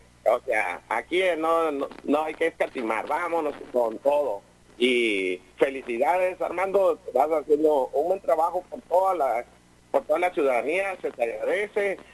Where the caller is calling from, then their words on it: Tijuana, Baja California, Mexico; De Tijuana, de la Colonia García.